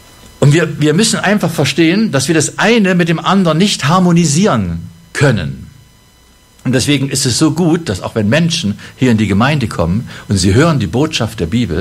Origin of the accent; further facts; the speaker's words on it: Jena, Thuringia, Germany; moved away as an adult; also born or lived in Leipzig; in meiner Nähe gibt es die Saaletalsperren, wo ich aufgewachsen bin in Jena